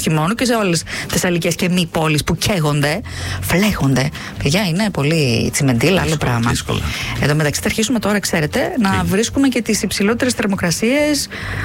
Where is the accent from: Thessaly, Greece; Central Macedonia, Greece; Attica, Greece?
Thessaly, Greece; Elassona; Εγώ είμαι από Ελασσόνα, να ξέρεις, οπότε τα ξέρω πολύ καλά εκεί τα μέρη. Και τη ζεστάρα που έχει.